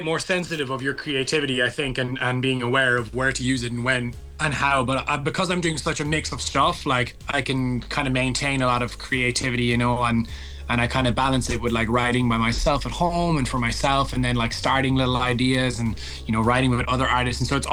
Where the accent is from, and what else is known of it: Cork, Munster, Ireland